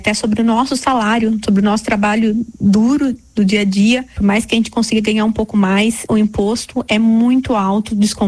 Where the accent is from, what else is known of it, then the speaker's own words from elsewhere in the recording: Leme, São Paulo, Brazil; sou da cidade de Leme.